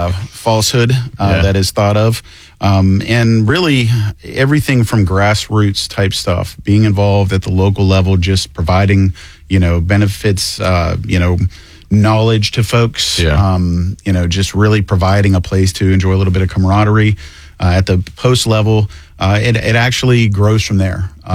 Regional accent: Ohio, United States; now in Northeast Florida, United States; I got involved with it up in my hometown in Northeast Ohio

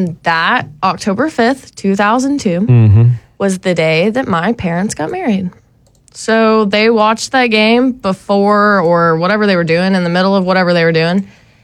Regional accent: United States; I, as an American and as an East Jackson Eagle, I like an eagle mascot.

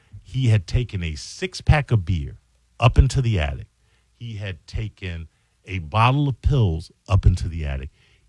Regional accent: Chicago, Illinois, United States; He was a former Chicago police officer, retired as a Chicago police officer because we're all from Chicago, and then ended up moving down here.

